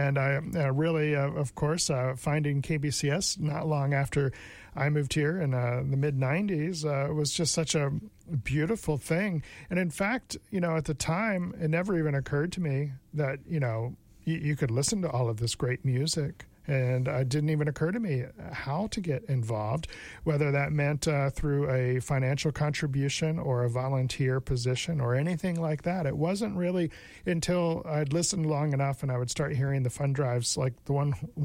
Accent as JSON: {"language": "English", "region": "East Coast", "country": "United States", "tie": "born or raised there", "also_born_or_lived": "Albuquerque, New Mexico", "moved": "as an adult", "lives_now": "Seattle, United States", "said": "I grew up on the East Coast"}